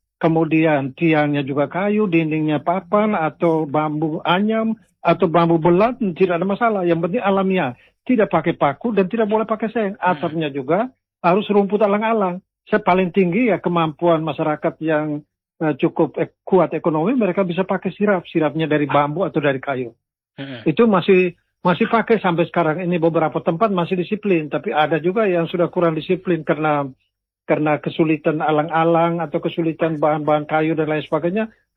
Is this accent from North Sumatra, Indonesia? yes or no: no; East Nusa Tenggara, Indonesia; Ternyata itu untuk kami orang Lio, filosofisnya bahwa rumah adat yang pakai atap limas itu ibaratnya mereka datang dengan perahu